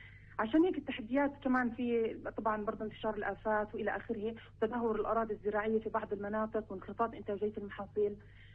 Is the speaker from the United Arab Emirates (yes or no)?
no; Palestine; إحنا بالنسبة كفلسطينيين